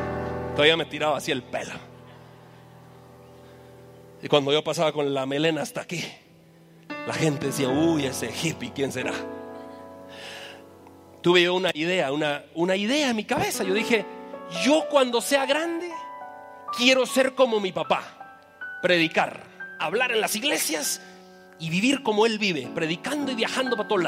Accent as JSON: {"language": "Spanish", "region": "Jalapa", "country": "Guatemala", "moved": "yes", "lives_now": "Guatemala City, Guatemala", "said": "Me vine de Jalapa para acá en el 95, pero en el 2000 llegué a la Frater."}